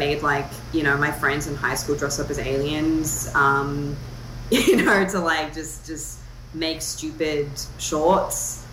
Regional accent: Sydney, New South Wales, Australia; So I grew up in Sydney, in the suburbs, and neither of my parents were in the film industry.

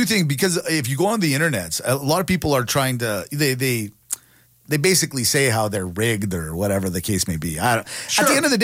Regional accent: Calgary, Alberta, Canada; obviously I'm born and raised in Calgary, like yourself, like everyone here

